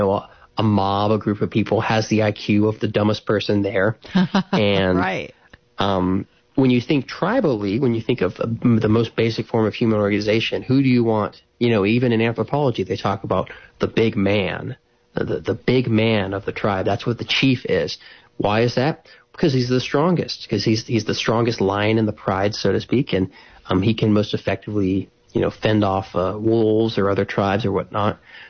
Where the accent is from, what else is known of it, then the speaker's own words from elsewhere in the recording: Decatur, Alabama, United States; Well, I'm from Decatur, just south of Huntsville. I grew up all around that.